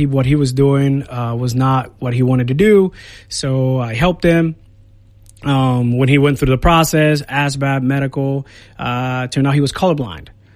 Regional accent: Puerto Rico; moved away as an adult; Well, I come from Puerto Rico. That's where I was born and raised.

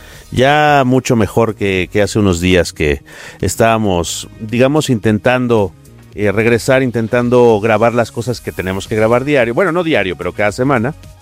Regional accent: Mexico

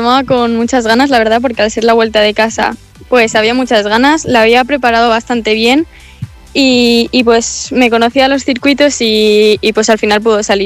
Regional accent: Cantabria, Spain; Sí, la verdad que muy contenta con el resultado, tanto como por la primera cántabra como por entrar en las primeras posiciones de la general.

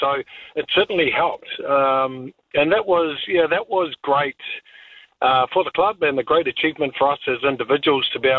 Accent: New Zealand; But, you know, for us as Kiwi players, we just sort of focused on us.

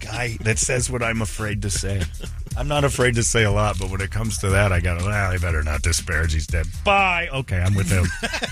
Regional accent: United States; I'm an American, proud only of winners, not participation.

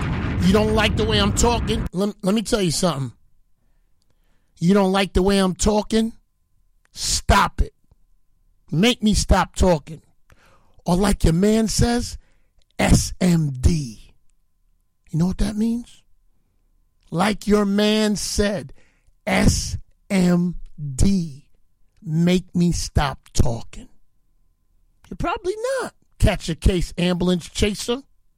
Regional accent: Jamaica; I'm Jamaican.

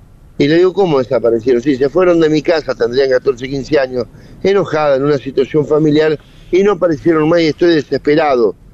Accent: Rosario, Santa Fe, Argentina; moved away; Por eso nos gusta mucho a todos los que vinimos de Rosario, hace muchos años o muchas décadas ya

